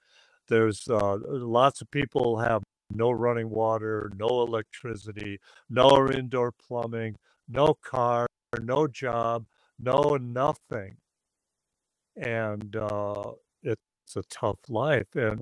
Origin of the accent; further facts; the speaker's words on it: Texas, United States; We're from Texas, you know, they're not dressed for it or nothing like that.